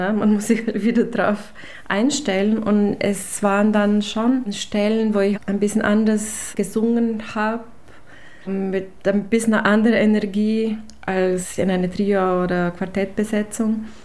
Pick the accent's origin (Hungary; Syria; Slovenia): Slovenia; Krško; In Kirschko, wo ich herkomme, habe ich in Big Band angefangen als Sängerin.